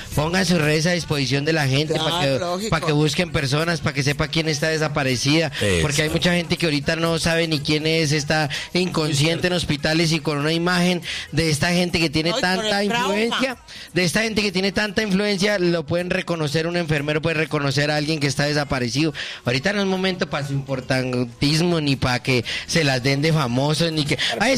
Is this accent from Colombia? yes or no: yes; Colombia; Que hoy nos unamos como colombianos